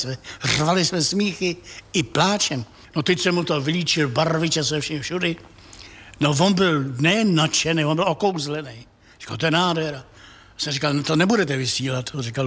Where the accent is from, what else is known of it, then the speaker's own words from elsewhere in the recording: Plzeň, Plzeň Region, Czechia; já jsem z Plzně.